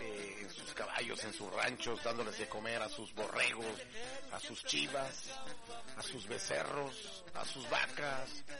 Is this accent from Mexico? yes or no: yes; Mexico; nuestro México lindo y querido